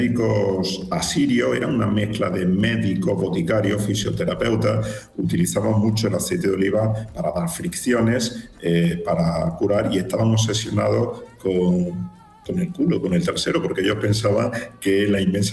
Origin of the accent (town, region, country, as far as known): Jaén, Andalusia, Spain; born there